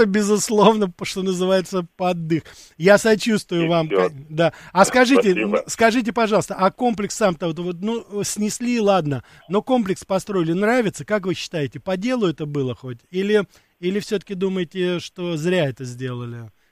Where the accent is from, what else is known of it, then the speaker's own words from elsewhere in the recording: Moscow, Russia; мое детство прошло, допустим, в Сокольниках ранее было, около фабрики Бабаева.